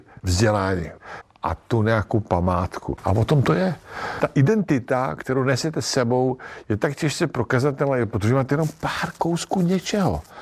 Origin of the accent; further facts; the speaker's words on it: Serbia; já jsem hrdý na to, že jsem Srb a stejně jsem hrdý, že mám české občanství.